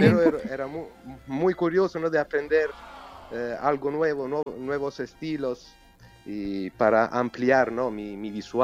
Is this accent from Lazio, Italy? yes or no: yes; Rome, Lazio, Italy; Spanish is a second language; Así es, de Romatitlán. Aquí somos.